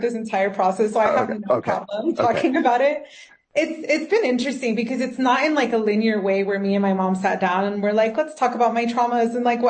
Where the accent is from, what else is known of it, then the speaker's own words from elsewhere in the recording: Miami, Florida, United States; moved away as an adult; now in Mexico; always say that I'm the gringa of the family. Like, I have two brothers who grew up here in Mexico. I grew up in Miami.